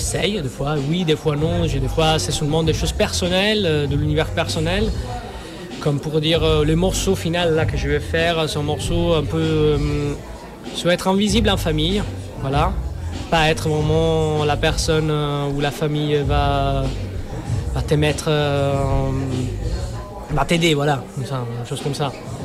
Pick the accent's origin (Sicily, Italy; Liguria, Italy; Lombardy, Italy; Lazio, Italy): Sicily, Italy; first language Sicilian; French is a second language; moved away; je commençais aussi à chanter dans ma langue maternelle, en sens en sicilien.